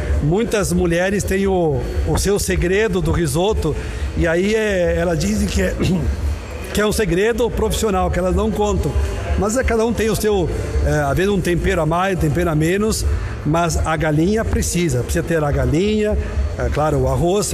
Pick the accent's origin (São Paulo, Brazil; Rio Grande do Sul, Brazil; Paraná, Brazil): Rio Grande do Sul, Brazil; Nova Palma; born there; moved away; Eu sou natural daqui de Nova Palma e morei, tenho 27 anos de Pado, acho que eu morei 24 fora da quarta colônia.